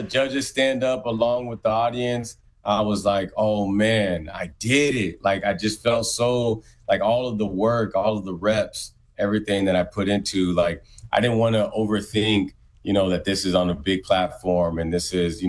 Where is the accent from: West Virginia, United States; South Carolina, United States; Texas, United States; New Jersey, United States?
Texas, United States; Humble; I'm very proud to be from Humble, Texas, it's pronounced Humble.